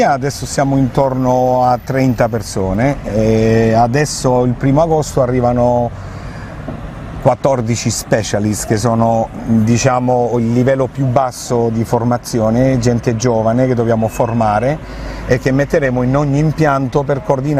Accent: Madrid, Community of Madrid, Spain; Italian is a second language; moved away; also born or lived in United States; Io sono madrilegno, sono di Madrid.

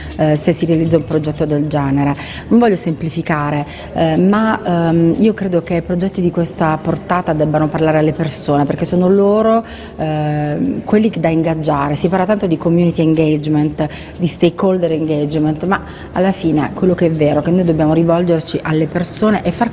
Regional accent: Taranto, Apulia, Italy; Io da tarantina la mia città la vedo già cambiata e la vedo cambiata in positivo.

